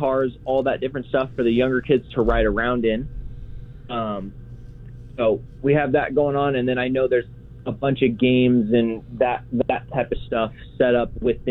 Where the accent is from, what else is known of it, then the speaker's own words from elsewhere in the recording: Ramona, California, United States; to be a part of Ramona, and for me to be able to represent my hometown